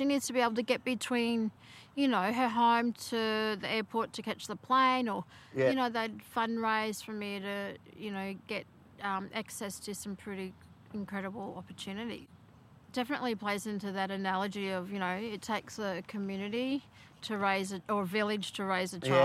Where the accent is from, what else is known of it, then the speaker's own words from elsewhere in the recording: Mackay, Queensland, Australia; From those early days, growing up in Mackay, and then I went to, we moved around us around Queensland to outback regions and smaller towns.